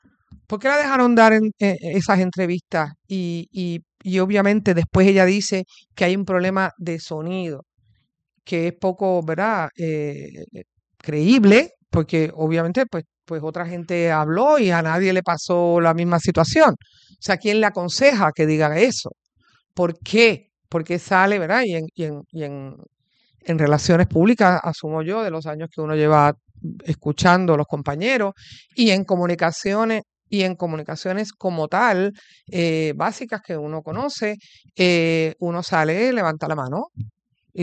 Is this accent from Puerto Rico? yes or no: yes; Puerto Rico; así que nada, como muchos puertorriqueños, me di dos copas y me cayeron mal.